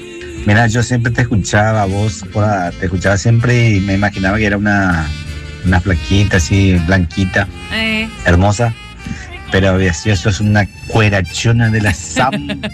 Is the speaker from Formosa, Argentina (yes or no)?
yes; Clorinda, Formosa, Argentina; Yo soy de Clorinda.